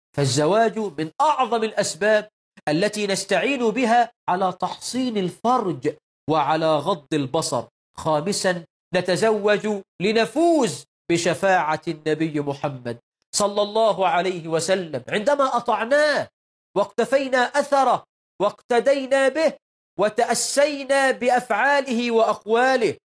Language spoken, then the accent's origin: Arabic; Egypt; عندنا في مصر